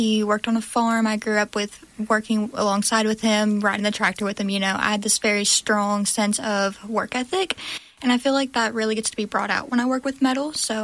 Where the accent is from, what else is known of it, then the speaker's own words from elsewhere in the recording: Mississippi Delta, United States; Growing up in the Delta, there's a strong tradition of quilting. And that's something that I experienced